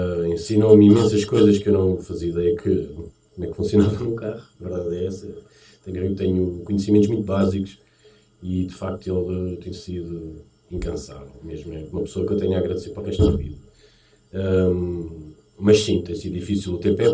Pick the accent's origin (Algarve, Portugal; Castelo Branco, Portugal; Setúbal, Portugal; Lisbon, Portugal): Setúbal, Portugal; moved away as an adult; now in Azeitão, Portugal; nasci e cresci na Quinta da Conha. Vivemos ali sensivelmente há 6 anos, mais ou menos